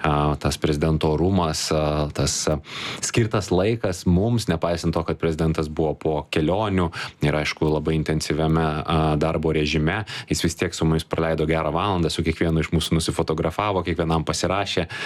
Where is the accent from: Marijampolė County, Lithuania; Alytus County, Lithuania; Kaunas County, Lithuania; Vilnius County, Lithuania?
Vilnius County, Lithuania; Vilnius; Tai mano vaikystė Vilniuje, Pašilaičių mikrorajone buvo labai susieta su lauku ir kiemu.